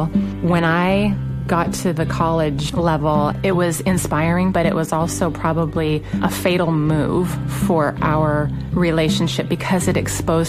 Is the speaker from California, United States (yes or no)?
yes; Garden Grove, California, United States; I grew up in Garden Grove, California.